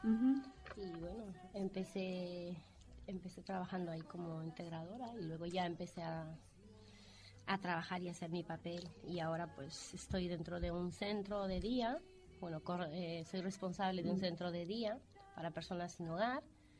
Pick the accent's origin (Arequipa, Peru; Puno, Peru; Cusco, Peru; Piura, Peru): Cusco, Peru; now in Mataró, Spain; Sí, soy del Cusco.